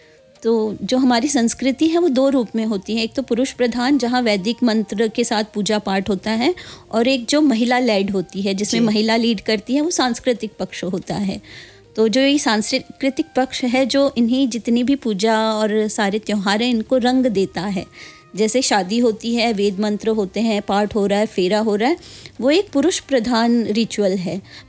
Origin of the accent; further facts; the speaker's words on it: Rajasthan, India; जी मैं राजस्थान से हूँ, तो वहाँ जोत लेने का महत्व है।